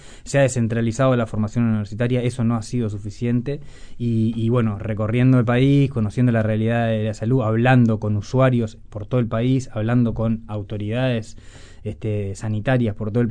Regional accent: Salto, Uruguay; now in Costa de Oro, Canelones, Uruguay; Yo soy de Salto y ahora vivo en la costa canaria, por lo tanto considero que vivo afuera de Montevideo, si bien prácticamente 3-4 días por semana vengo a Montevideo.

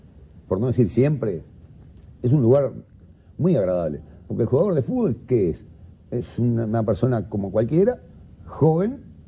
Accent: Montevideo, Uruguay; yo nací en la aduana, en la Ciudad Vieja, uh-huh. A dos cuadras del puerto.

